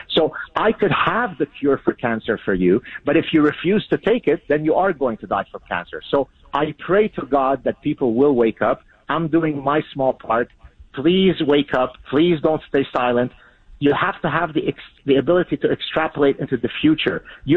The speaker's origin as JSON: {"language": "English", "country": "Lebanon", "first_language": "Arabic", "second_language": "English", "said": "since Arabic is my mother tongue, since I come from Lebanon."}